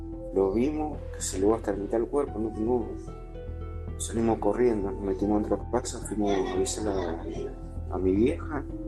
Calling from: Gregorio de Laferrere, Buenos Aires Province, Argentina; de La Ferrera.

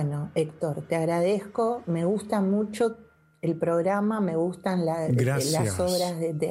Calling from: Lomas de Zamora, Buenos Aires Province, Argentina; de Lomas.

